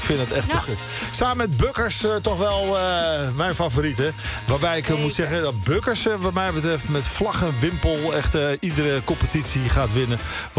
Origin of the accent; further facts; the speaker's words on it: Lisse, South Holland, Netherlands; moved away; En ik kwam toen nog uit Lisse, uit het westen van Nederland.